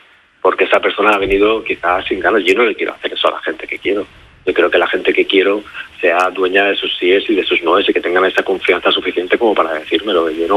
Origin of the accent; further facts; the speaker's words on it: Manacor, Balearic Islands, Spain; Sí, yo soy de Manacor.